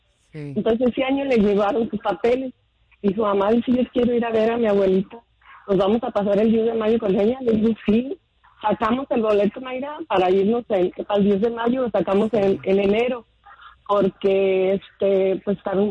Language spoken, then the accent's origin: Spanish; Michoacán, Mexico; Yo soy de Michoacán